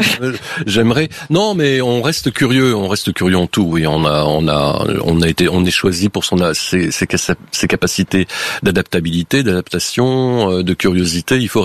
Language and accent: French; Les Arcs, Auvergne-Rhône-Alpes, France; Alors, je voulais travailler dans ma montagne. J'ai grandi aux Arcs, en Haute-Tarentaise, dans une station de sport d'hiver.